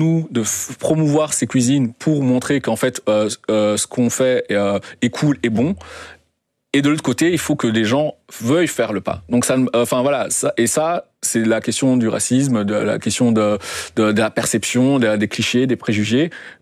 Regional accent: Belgium; moi, j'ai grandi en Belgique

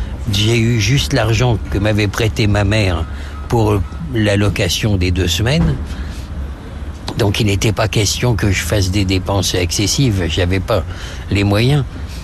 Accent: Asnières-sur-Seine, Île-de-France, France; Je viens d'Asnières, vous voyez, j'ai passé toute ma jeunesse à Asnières.

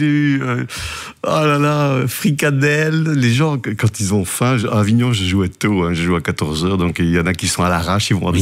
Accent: Wallonia, Belgium; accent: Carolo; Mon accent du centre

